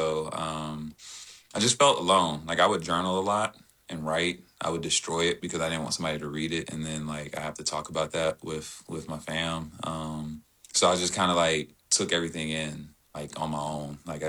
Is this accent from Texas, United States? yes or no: yes; Houston, Texas, United States; So born and raised Houston, Texas, me and my dad, my mom, my sister, two sisters, one brother, but grew up pretty traditional household